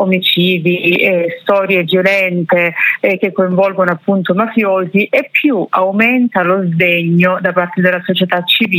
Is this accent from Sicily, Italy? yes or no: no; Cinquefrondi, Calabria, Italy; lei viveva a Laureana di Borrello e io sono di Cinquetroni